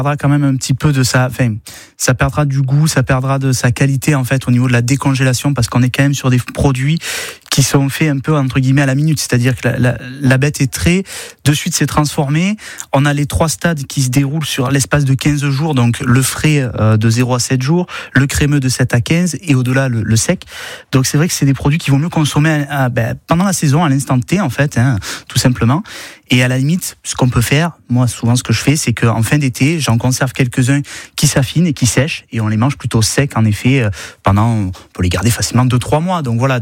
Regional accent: Provence-Alpes-Côte d'Azur, France; chez nous en Vaucluse

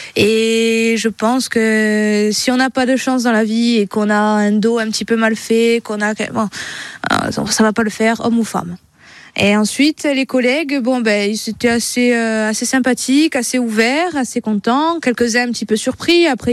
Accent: Corsica, France; Moi, je suis originaire de Lugne. Toute ma famille est en Balagne, entre Lugne, Moncal, Calenzane, Calvi.

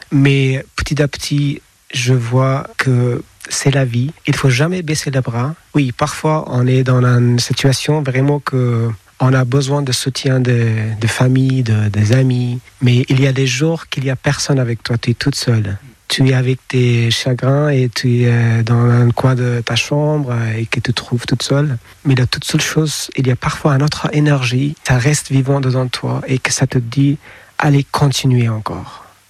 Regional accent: Afghanistan; French is a second language; moved away as an adult; now in Périgueux, France; je suis un Afghan. Ça fait plus de 4 ans que je suis en France et ça fait plus de 4 ans que je suis directement en Périgueux.

